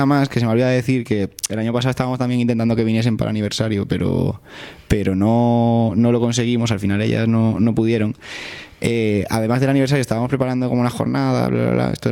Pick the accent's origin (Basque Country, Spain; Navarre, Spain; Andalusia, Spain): Andalusia, Spain; Seville; Yo también soy de Sevilla.